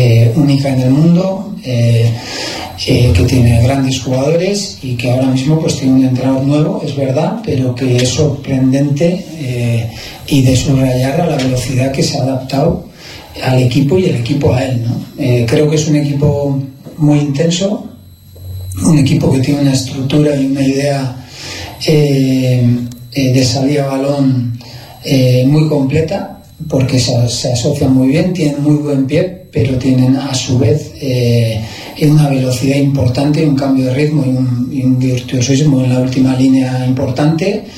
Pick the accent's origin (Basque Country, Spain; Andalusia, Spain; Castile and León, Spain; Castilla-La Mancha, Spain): Basque Country, Spain; Obviamente, por ser vasco, es un partido especial, no lo voy a negar. Como vasco siempre he tenido cariño a todos los equipos vascos